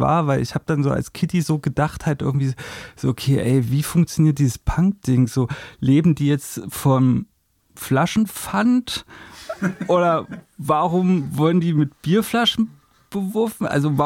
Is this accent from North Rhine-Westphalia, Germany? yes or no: no; Erfurt, Thuringia, Germany; Ja, ich komme ja aus Erfurt, beziehungsweise habe meine Jugend in Erfurt verbracht.